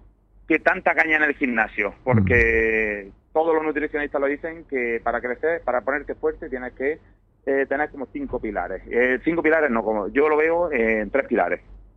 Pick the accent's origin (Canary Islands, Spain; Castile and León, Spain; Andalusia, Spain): Andalusia, Spain; Roquetas de Mar; como soy de Roquetas